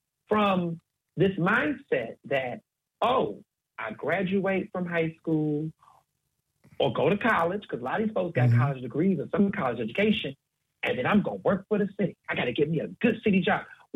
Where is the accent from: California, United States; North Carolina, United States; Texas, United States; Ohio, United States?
Texas, United States; Houston; also born or lived in Chicago; now in Philadelphia, United States; I grew up in Texas. I lived in Philadelphia for 16 years. But when I grew up and how I grew up in the cities I'm from, right, born in Chicago, but grew up in Houston